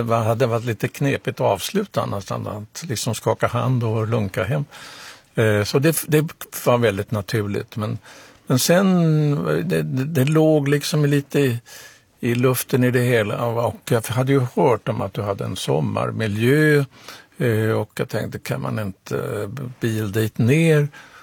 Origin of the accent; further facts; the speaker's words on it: Stockholm, Stockholm County, Sweden; jag är nämligen uppvuxen på Fredrikshovsgatan, för pappa var präst i Oskarskyrkan 19 år, så det har jag ju sprungit som barnsben.